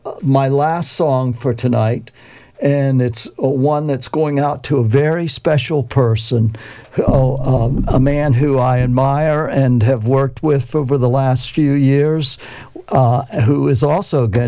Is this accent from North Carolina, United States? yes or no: no; Pennsylvania, United States; not Williamsport, Pennsylvania, which I know because I'm from Pennsylvania.